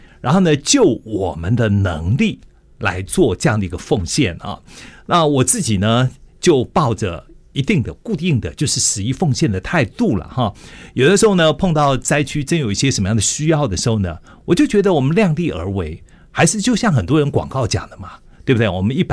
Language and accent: Chinese; Taiwan; 我们台湾人